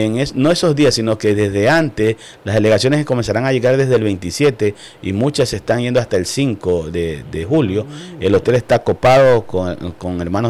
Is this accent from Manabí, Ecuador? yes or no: yes; Manabí, Ecuador; como ecuatoriano y como manavita